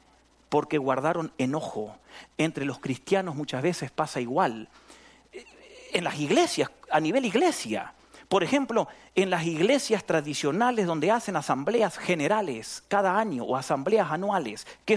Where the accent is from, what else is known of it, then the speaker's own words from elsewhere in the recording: Argentina; moved away; de donde yo vengo, en Argentina.